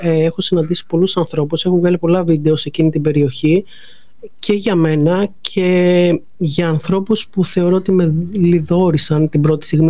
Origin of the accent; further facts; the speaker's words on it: Patras, West Greece, Greece; είμαστε 250.000 πατρινοί.